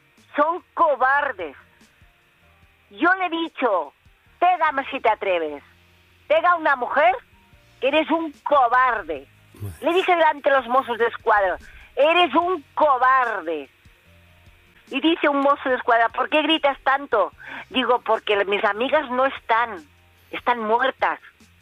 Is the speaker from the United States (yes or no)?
no; Vilafranca, Spain; Yo me fui a la Cruz Roja de Vilafranca, de mi pueblo, del pueblo que sea